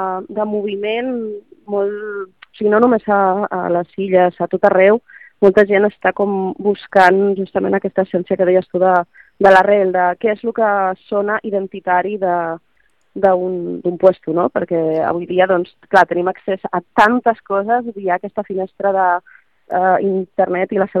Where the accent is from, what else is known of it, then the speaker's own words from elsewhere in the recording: Ibiza, Balearic Islands, Spain; Perquè és veritat que jo soc eivissenca, sí, però de família que ve de fora.